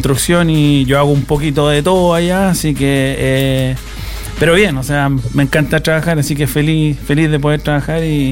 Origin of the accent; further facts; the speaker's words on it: Chile; moved away as an adult; now in Melbourne, Australia; yo soy chileno, yo adoro mi Chile, pero hasta el momento ya voy mitad y mitad, ya tengo la mitad. ¿Ya? Tengo la mitad de mi vida hecha allá en Australia